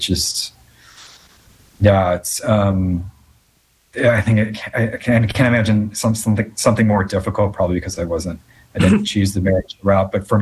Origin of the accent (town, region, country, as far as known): Naperville, Illinois, United States; born or raised there